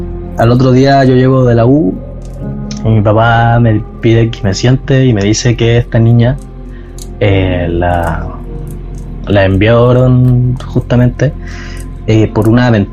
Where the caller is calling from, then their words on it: Iquique, Tarapacá, Chile; nosotros somos de Iquique.